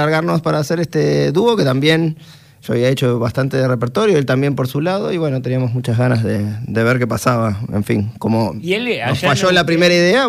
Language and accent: Spanish; Montevideo, Uruguay; moved away as an adult; now in Buenos Aires, Argentina; yo soy de Uruguay, de Montevideo.